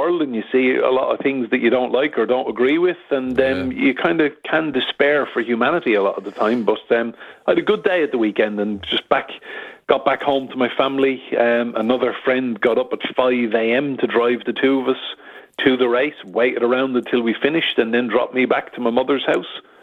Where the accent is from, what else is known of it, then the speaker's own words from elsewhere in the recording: Enniscorthy, Leinster, Ireland; And his grandmother's actually from my hometown, Enniscorthy in County Wexford.